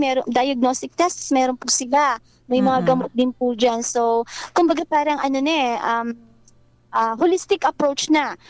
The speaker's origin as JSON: {"language": "Tagalog", "town": "Manila", "region": "Metro Manila", "country": "Philippines", "moved": "yes", "lives_now": "Mindanao, Philippines", "said": "I'm from Manila"}